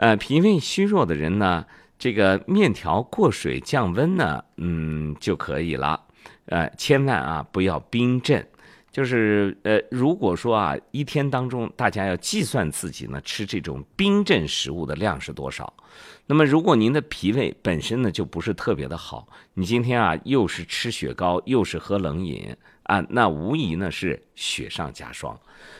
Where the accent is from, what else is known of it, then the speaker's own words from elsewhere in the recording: Xinjiang, China; 你平时在夏天的时候咱们新疆人特别你觉得什么东西又解暑又好